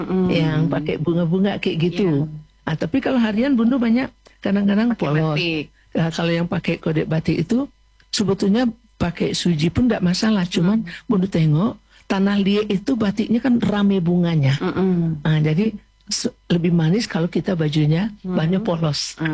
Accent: West Sumatra, Indonesia

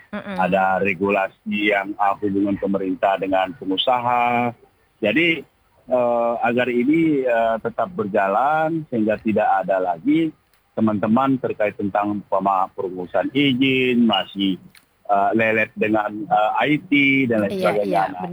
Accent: Palembang, South Sumatra, Indonesia; Jadi itu tantangan kami orang Palembang itu kepada pemerintah khususnya sekuler kami.

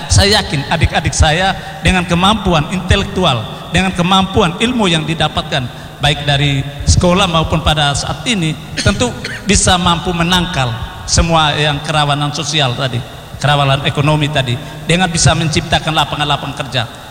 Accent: East Nusa Tenggara, Indonesia; kita orang NTT

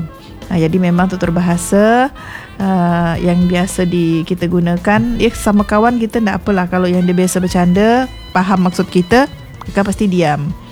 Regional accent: Indonesia; Kalau macam kita orang Melayu ni kan

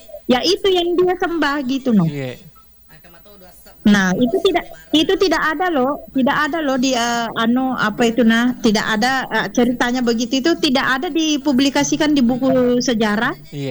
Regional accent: Sidenreng Rappang, South Sulawesi, Indonesia; di kampung saya di Sidrap

